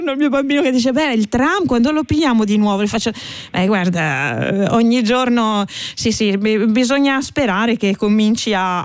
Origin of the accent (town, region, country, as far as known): Trieste, Friuli-Venezia Giulia, Italy